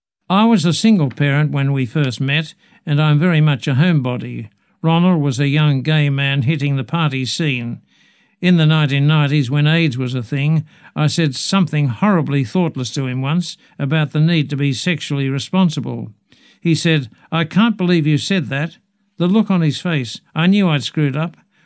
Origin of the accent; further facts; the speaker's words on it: New South Wales, Australia; It's a shared experience for us, even though we're from different country. I'm from Killamilroy in Western New South Wales